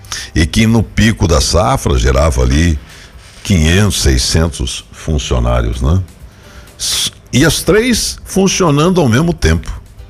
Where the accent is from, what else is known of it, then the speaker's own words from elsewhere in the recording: Taquaritinga, São Paulo, Brazil; Eu tenho 65 anos, nasci aqui, nasci em Taquaritinga, né?